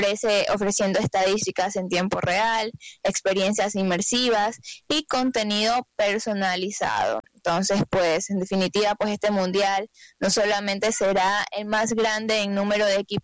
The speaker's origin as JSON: {"language": "Spanish", "country": "Ecuador", "said": "nosotros somos de Ecuador"}